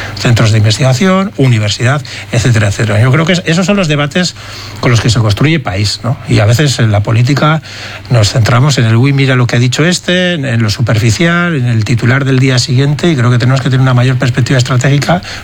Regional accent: Basque Country, Spain

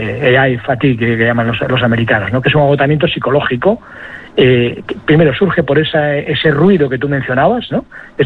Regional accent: Galicia, Spain; me acuerdo paseando por la playa allí en Galicia, en mi tierra

